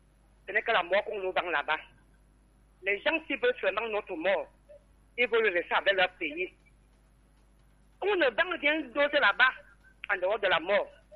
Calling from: Cameroon; de Nkouaba.

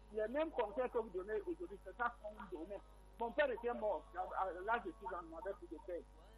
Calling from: Cameroon; Sommes Africains, nous sommes Camerounais.

